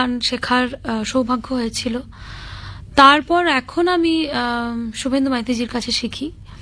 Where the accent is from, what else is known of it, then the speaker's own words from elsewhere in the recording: Bankura, West Bengal, India; accent: Bankuri; now in Kolkata, India; আমি যে ভাষায় কথা বলি, আমাদের বাঁকড়ি ভাষা